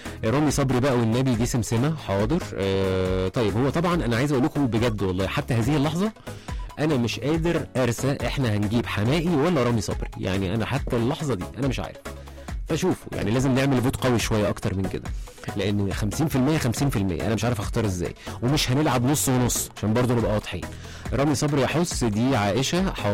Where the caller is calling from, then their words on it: Cairo, Cairo Governorate, Egypt; من القاهره